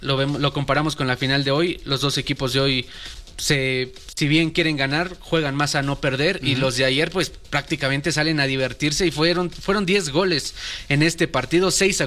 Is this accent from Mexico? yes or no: yes; Mexico